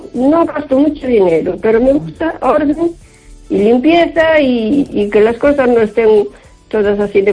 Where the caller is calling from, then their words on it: O Carballiño, Galicia, Spain; de Carballiño.